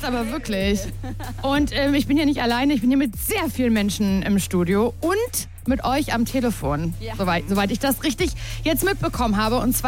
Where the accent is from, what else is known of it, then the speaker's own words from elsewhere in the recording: Stuttgart, Baden-Württemberg, Germany; Ich komme aus Stuttgart.